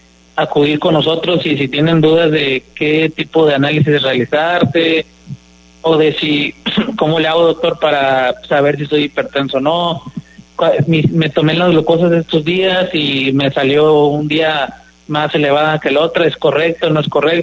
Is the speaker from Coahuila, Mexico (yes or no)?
yes; Nueva Rosita, Coahuila, Mexico; now in Morelos, Mexico; Yo soy de Nueva Rosita, yo soy de capital de los Precios Bajos, no conozco mucho Morelos todavía